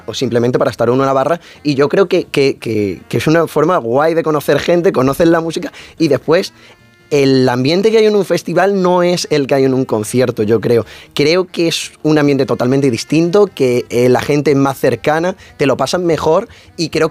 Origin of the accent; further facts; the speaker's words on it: Málaga, Andalusia, Spain; Yo soy de Málaga y a los que voy son, principalmente al que más voy, al Weekend